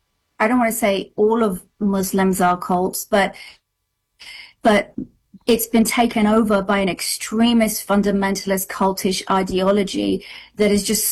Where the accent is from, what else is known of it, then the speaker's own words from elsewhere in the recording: United Kingdom; So I said, well, I'm a British citizen, and this is a democracy, and we have freedom of speech.